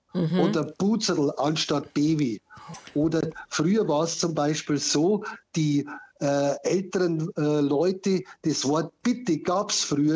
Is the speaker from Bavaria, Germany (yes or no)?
yes; Bavaria, Germany; accent: Bavarian dialect; Und bei uns in der Oberpfalz gibt es ja die schöne, bei mir war es so, beruflich war ich sehr viel mit in ganz Deutschland mit Behörden telefonisch in Kontakt. Jetzt habe ich da ständig switchen müssen zwischen Dialekt und Standarddeutsch